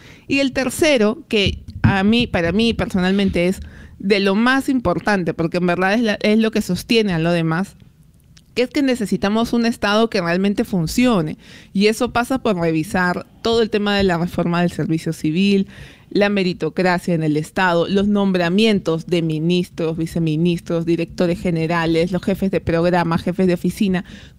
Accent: Peru; Nos merecemos, como peruanos, que el país salga adelante.

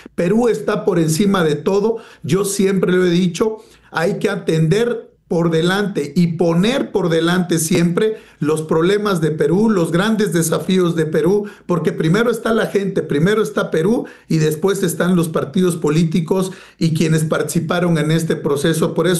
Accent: Mexico; Y te voy a poner el ejemplo que mejor conozco, porque soy mexicano. Esto sucedió en México.

